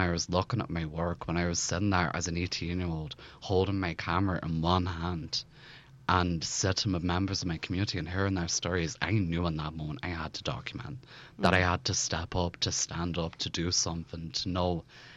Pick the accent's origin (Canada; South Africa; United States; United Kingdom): United Kingdom; Belfast, Northern Ireland; born or raised there